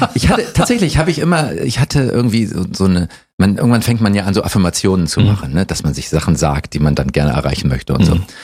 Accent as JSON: {"language": "German", "town": "Norderstedt", "region": "Schleswig-Holstein", "country": "Germany", "tie": "born or raised there"}